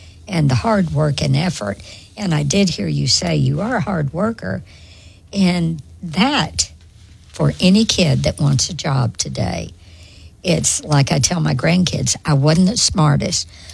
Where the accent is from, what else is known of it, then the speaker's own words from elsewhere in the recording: the South, United States; I'm a lady from the South.